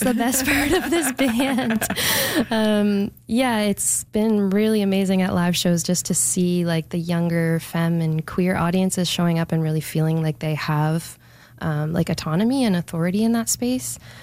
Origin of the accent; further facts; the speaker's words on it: Fredericton, New Brunswick, Canada; now in Saint John, Canada; I mean, I grew up in Fredericton, but I have lived the last few years in St. John, and I really feel a pretty deep connection to the St. John music scene.